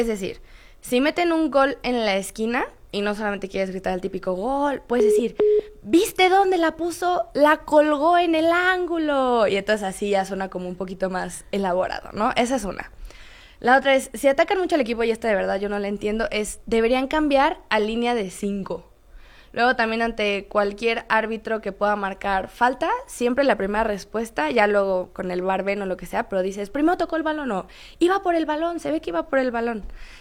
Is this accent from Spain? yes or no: no; Mexico; Creo que ha sido una experiencia muy padre y además pues que somos muy afortunados como mexicanos de recibir a tantos extranjeros